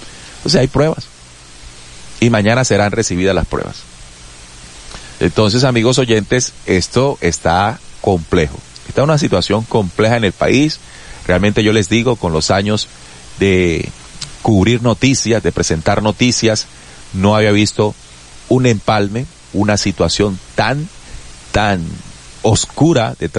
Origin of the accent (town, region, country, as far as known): Colombia